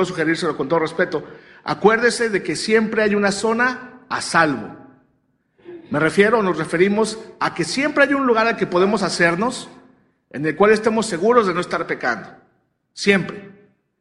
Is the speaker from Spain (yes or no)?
no; Mexico; creció como yo crecí en México, sin arbolito de Navidad, pues no queda traumado uno.